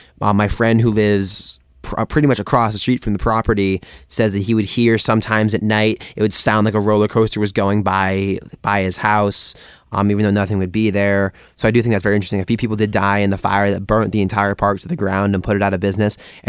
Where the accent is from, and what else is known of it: Westport, Massachusetts, United States; born or raised there